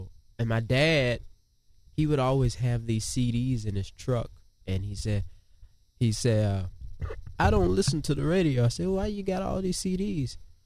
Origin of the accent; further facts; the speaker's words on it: Vicksburg, Mississippi, United States; now in Richland, United States; I'm from Richland, Mississippi, Vicksburg, Mississippi, originally, though.